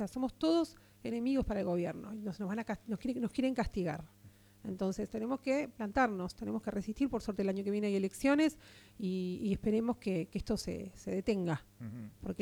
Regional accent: Partido de la Costa, Buenos Aires Province, Argentina; Yo soy nacida y criada en el Partido de la Costa y he estado un tiempo afuera viviendo

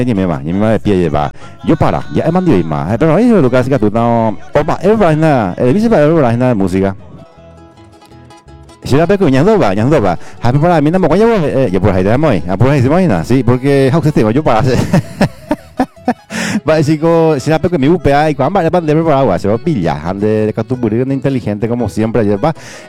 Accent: Paraguay; como buen paraguayo, paraguaya que somos

